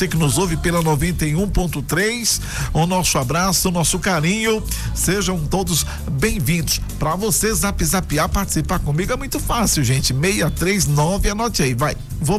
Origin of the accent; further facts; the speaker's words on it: Espírito Santo, Brazil; now in Palmas, Brazil; Vim lá do estado do Espírito Santo